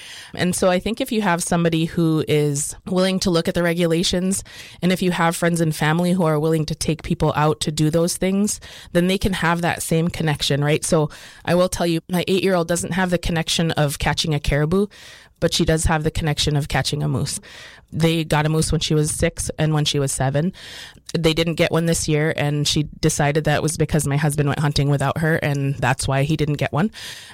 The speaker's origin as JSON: {"language": "English", "town": "Kotzebue", "region": "Alaska", "country": "United States", "tie": "born or raised there", "said": "So I grew up in Kotzebue in Sisolok, and we had an abundance of caribou."}